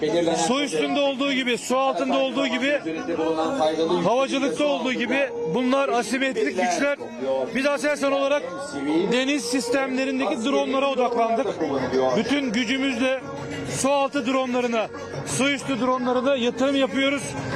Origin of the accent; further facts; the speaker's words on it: Gölcük, Kocaeli, Turkey; ben buralıyım, Gölcüklüyüm, buralarda büyüdüm.